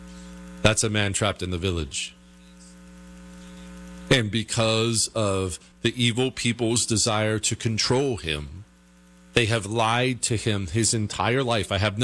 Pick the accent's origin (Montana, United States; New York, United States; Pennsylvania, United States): Montana, United States; now in Texas, United States; I grew up in Montana where they have militias up there. I currently live in Texas. I've been all over the South.